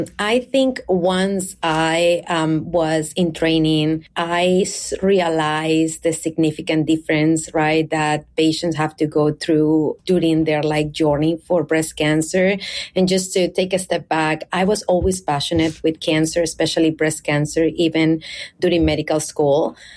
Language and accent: English; Caracas, Capital District, Venezuela; moved away as an adult; now in United States; So I actually was born and raised in Caracas, Venezuela.